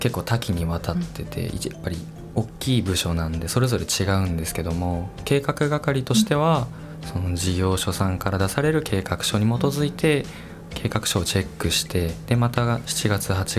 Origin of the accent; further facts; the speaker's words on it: Ibaraki, Japan; 私は茨城県ですね、はい、